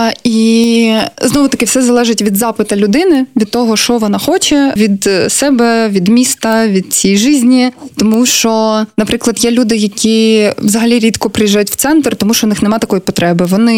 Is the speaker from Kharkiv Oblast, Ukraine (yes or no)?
yes; Kharkiv, Kharkiv Oblast, Ukraine; І коли я говорила, що я з Харкова, то люди реагували, типу, вау